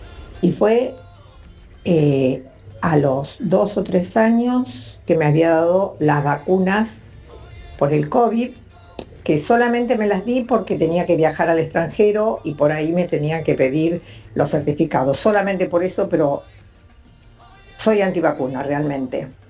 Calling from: Ituzaingó, Buenos Aires Province, Argentina; de Ituzaingó, tengo para 73 años.

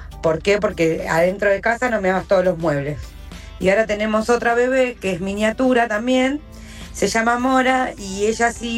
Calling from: Wilde, Buenos Aires Province, Argentina; soy de Wilde.

